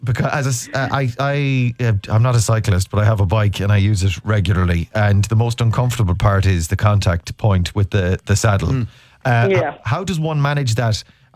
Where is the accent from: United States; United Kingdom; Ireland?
Ireland; Mayo, Connacht; I'm from Mayo, actually